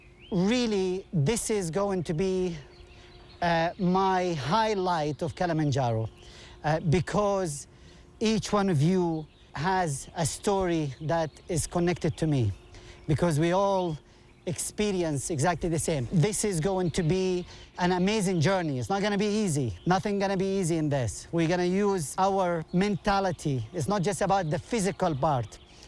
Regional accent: Jordan; I am Jordanian from Palestine. My family came, refugees.

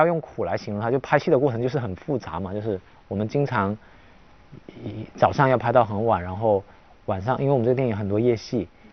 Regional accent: Guangdong, China; 因为都是潮汕人呐、但他很容易。我去到不同国家，我是会换着口音跟不同的潮汕人交流的，因为

